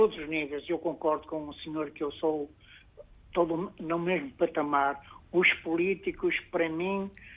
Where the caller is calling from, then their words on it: Porto, Norte, Portugal; Estou a falar do Porto.